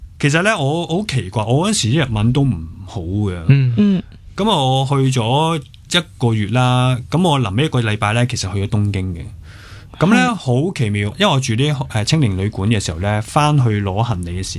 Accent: Hong Kong; 我哋香港人

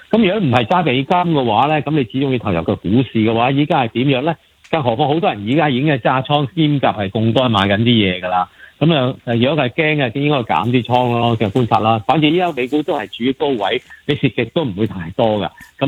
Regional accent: Hong Kong; 我哋香港人

